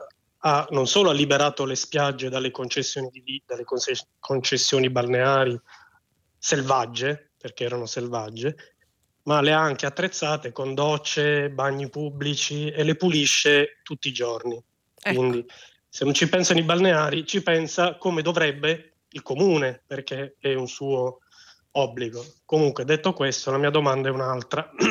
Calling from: Bari, Apulia, Italy; Siamo da Bari.

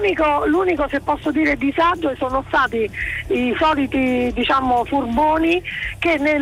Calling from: Rome, Lazio, Italy; io sono romana

